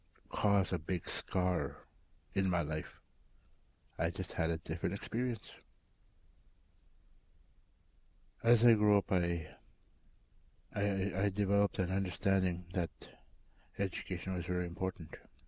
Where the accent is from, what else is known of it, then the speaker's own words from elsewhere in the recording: Garden Hill First Nation, Manitoba, Canada; I am from Garden Hill First Nation in Manitoba. Garden Hill is approximately 600 kilometers north of Winnipeg. I grew up over there, and I moved around at times.